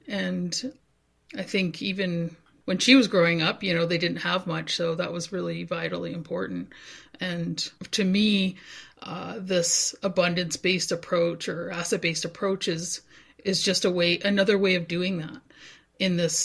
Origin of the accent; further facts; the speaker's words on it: New Brunswick, Canada; also born or lived in Tobique First Nation; I'm from Woodstock First Nation on my mom's side and Tobik First Nation on my dad's side. I grew up with my grandmother most of the time.